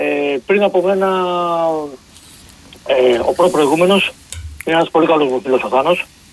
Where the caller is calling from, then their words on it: Peristeri, Attica, Greece; από το Περιστέρι